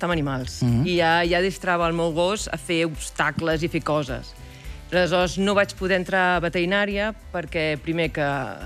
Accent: Barcelona, Catalonia, Spain; moved away as an adult; now in United States; Jo vaig néixer a Barcelona.

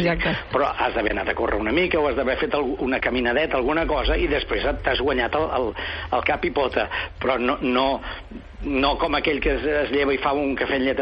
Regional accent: Barcelona, Catalonia, Spain; com que jo sóc de Sants, el reivindico

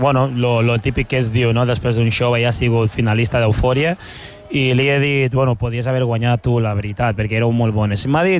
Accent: Lleida, Catalonia, Spain; som de Lleida i els de Lleida fem el que volem

